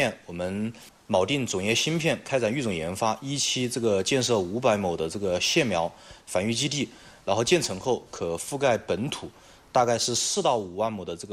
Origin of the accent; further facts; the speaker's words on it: Hanchuan, Hubei, China; 为我们家乡的这个水产事业汉川河蟹助力。